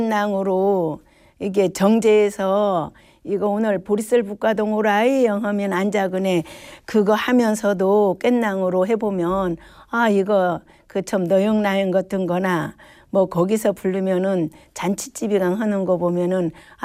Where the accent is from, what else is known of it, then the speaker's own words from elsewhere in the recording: Bukchon, Jeju, South Korea; born there; 조천루 북촌에서 태어났고